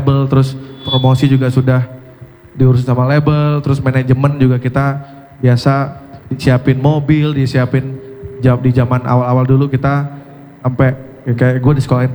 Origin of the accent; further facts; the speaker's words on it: Ciledug, Banten, Indonesia; Memang kita kan tumbuh di di Cilduk itu ya, di Jalan Cilduk Raya. Kita raised in Cilduk lah gitu ya.